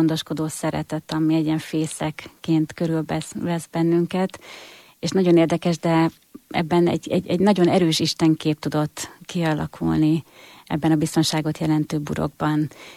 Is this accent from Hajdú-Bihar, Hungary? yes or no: yes; Debrecen, Hajdú-Bihar, Hungary; born there; Debrecenben születtem, két testvérem van, ők ikrek, és egy nagyon-nagyon szerető családban tudtunk felnőni. A hitbe ugyan később, meg a vallásba is később nőttem, vagy növögetek bele a gyerekeimmel együtt